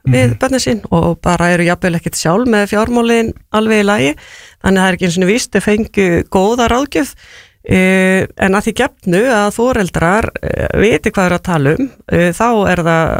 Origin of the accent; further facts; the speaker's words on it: Húsavík, Northeastern Region, Iceland; ég er frá Húsavík